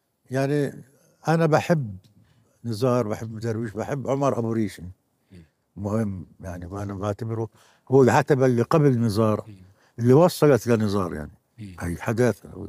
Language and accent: Arabic; Palestine; now in Oslo, Norway; زمان باثنين وسبعين يعني، فإحنا اثنين يعني عرفوا إنه إحنا فلسطينيين.